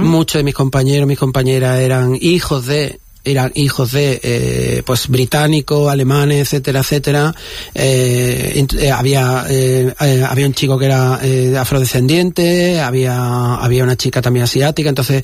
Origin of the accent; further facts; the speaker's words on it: Málaga, Andalusia, Spain; also born or lived in Torremolinos; Yo soy de la carretera de Cádiz, yo me crié en los bloques de Ardira, enfrente de la, bueno, pues la, al lado de la Barriada de la Luz, está justo en la antesala, digamos, la Barriada de la Luz, o sea, un barrio obrero, y acabé en Torremolino